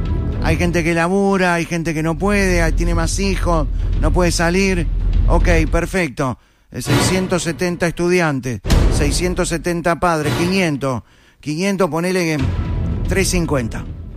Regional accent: Uruguay; Esto es de las peores cosas que suceden en mi país.

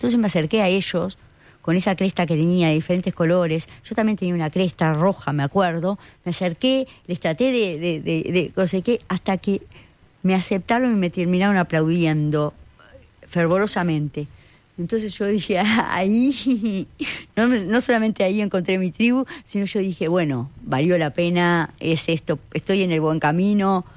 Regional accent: Florida, Uruguay; moved away; Yo soy de Florida

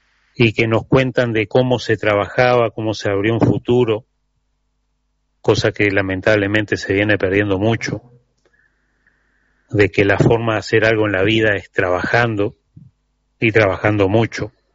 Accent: San Javier, Río Negro, Uruguay; now in Maldonado, Uruguay; mi pueblo natal, Colonia San Javier, en Río Negro, sobre costas del río Uruguay. Colonia rusa que celebró sus 113 años de fundación.

